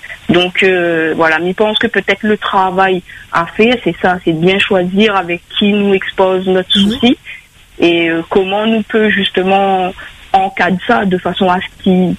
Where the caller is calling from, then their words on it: Réunion; nous, en tant que Réunionnais